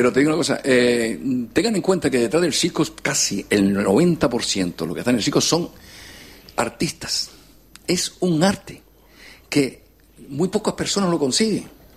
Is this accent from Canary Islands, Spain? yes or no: yes; Canary Islands, Spain; vengo a defender mi pueblo, que es España y Canarias.